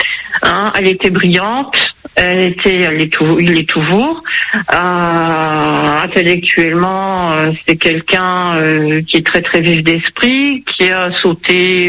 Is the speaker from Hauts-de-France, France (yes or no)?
yes; Hauts-de-France, France; Bon, nous sommes originaires des Hauts-de-France.